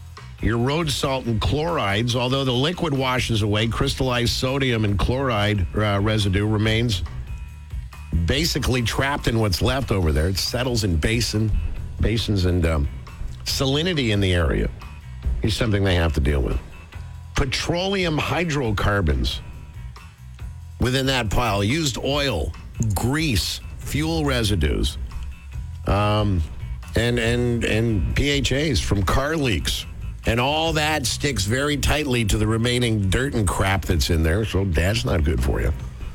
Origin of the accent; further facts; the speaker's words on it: Montreal, Quebec, Canada; of living in the city and growing up in Montreal, I always had that question in my head.